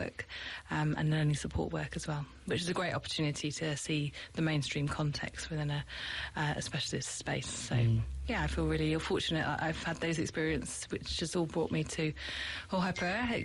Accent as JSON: {"language": "English", "country": "United Kingdom", "moved": "as an adult", "lives_now": "New Zealand", "said": "So clearly my accent is not a Kiwi accent, so I'm from the UK. We moved out here 2026 to New Zealand."}